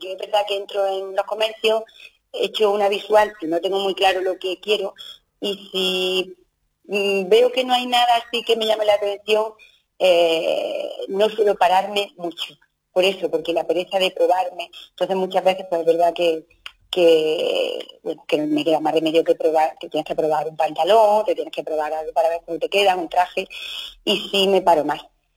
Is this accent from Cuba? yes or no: no; Linares, Andalusia, Spain; mi infancia transcurrió aquí en Linares, y después cuando los estudios, en este caso de COU, pues una vez cuando aprobé la electricidad, pues me fui a Granada a estudiar.